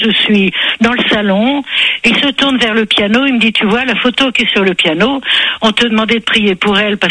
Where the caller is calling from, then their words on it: Brive-la-Gaillarde, Nouvelle-Aquitaine, France; Non, je suis en Corrèze, oui.